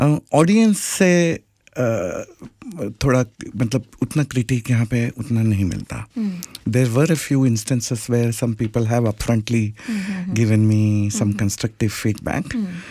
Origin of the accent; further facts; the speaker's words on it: Maharashtra, India; मैं महाराष्ट्रियन बैकग्राउंड से हूँ और मराठी में कहावत है, निंदकाचे घर असावे शेजारी.